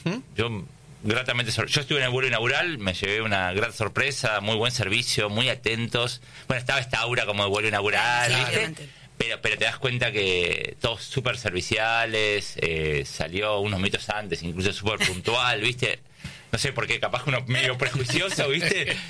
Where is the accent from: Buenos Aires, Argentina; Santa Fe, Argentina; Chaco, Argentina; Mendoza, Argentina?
Buenos Aires, Argentina; De Buenos Aires, pero siempre mi corazón estuvo en la Patagonia, desde muy chico.